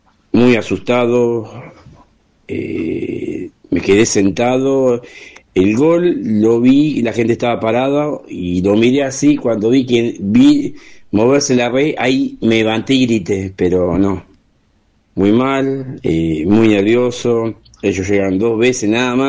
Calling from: San Fernando, Buenos Aires Province, Argentina; de San Fernando

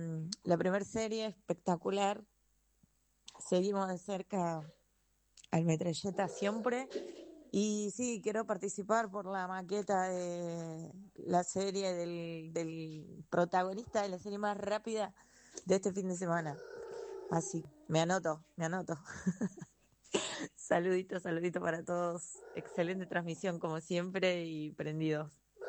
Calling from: Córdoba, Argentina; Todo bajo cielito cordobés.

